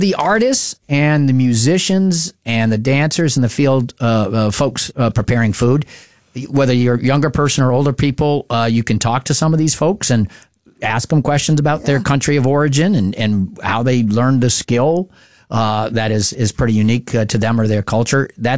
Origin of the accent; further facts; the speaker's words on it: Keene, New Hampshire, United States; You know, this is where I grew up here in Cheshire County.